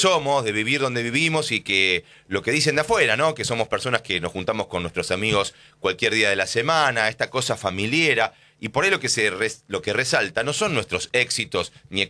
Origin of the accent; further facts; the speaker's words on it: Argentina; uno no sé si tiene una explicación como argentino y no quiero hacer con esto nacionalismo berreta